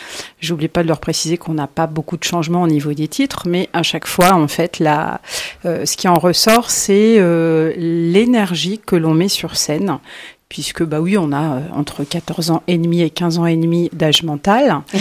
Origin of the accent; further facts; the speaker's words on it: France; Nous sommes français